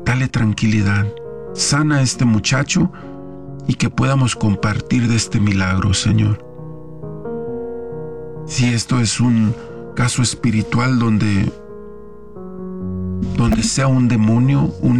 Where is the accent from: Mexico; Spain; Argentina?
Mexico; somos mexicanos y sabemos que tenemos la sangre como los gallos, así.